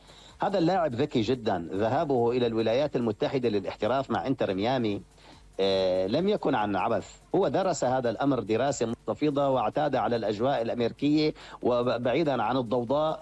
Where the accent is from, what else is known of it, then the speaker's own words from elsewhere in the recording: Syria; عندنا بصراحة كسوريين.